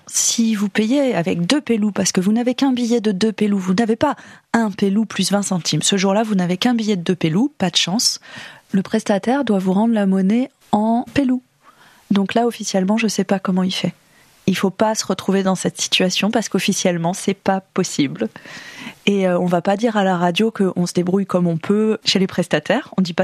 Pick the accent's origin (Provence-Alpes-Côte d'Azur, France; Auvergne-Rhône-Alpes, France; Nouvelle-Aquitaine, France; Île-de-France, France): Nouvelle-Aquitaine, France; Glanges; Donc moi je suis de Glange, donc de la communauté de communes Briançon-Sud-Haute-Vienne, et là-bas on est tous familiers vraiment avec cet outil